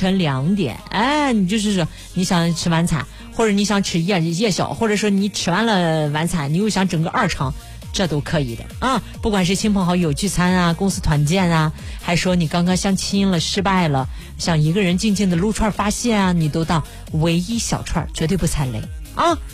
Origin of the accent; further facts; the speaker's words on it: Xuzhou, Jiangsu, China; 我们徐州人对吧，吃烧烤那都是自己动手的是吧。